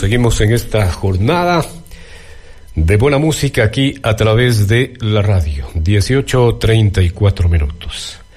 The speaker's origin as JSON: {"language": "Spanish", "country": "Ecuador", "said": "Mañana juega nuestra selección a partir de las 20 horas, 8 de la noche."}